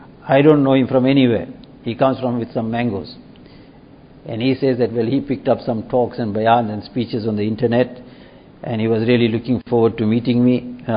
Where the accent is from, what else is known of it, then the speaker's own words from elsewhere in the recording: South Africa; I come from South Africa, you come from London